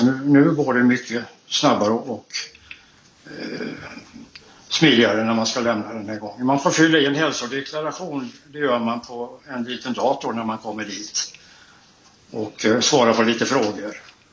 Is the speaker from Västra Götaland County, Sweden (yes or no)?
yes; Gothenburg, Västra Götaland County, Sweden; Som göteborgare så heter det då surströmming.